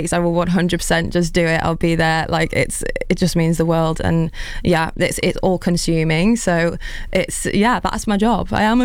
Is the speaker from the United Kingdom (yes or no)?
yes; North West England, United Kingdom; I started busking when I was younger on the streets in Chester. So I grew up in Cheshire